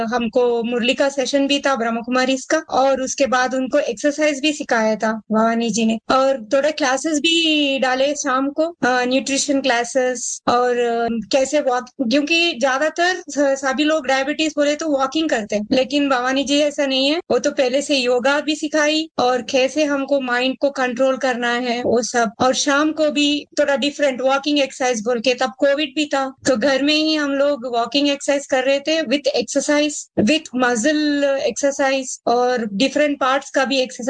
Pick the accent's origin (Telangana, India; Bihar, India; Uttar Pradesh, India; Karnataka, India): Telangana, India; Hyderabad; मैं हैदराबाद से हूँ और मैं